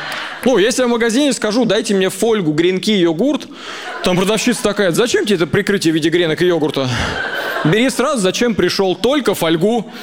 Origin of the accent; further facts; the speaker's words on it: Voronezh, Voronezh Oblast, Russia; now in Moscow, Russia; Я просто приезжаю из Москвы в Воронеж, мне приходит сообщение: «Добро пожаловать на родную землю».